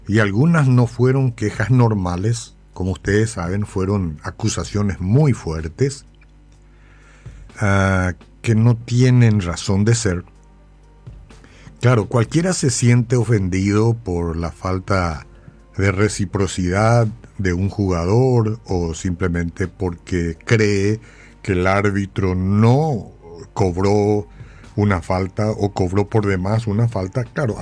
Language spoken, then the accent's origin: Spanish; Paraguay; selección clasificada como nos tocó a nosotros como paraguayos participar.